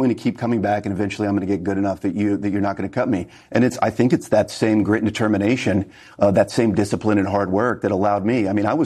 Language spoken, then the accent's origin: English; Council Bluffs, Iowa, United States; He won my hometown, a community of Council Bluffs, by 10 points.